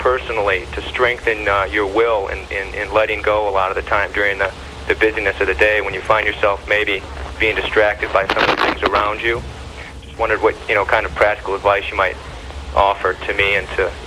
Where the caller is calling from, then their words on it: Detroit, Michigan, United States; I'm calling from Detroit, Michigan, a 27-year-old medical student.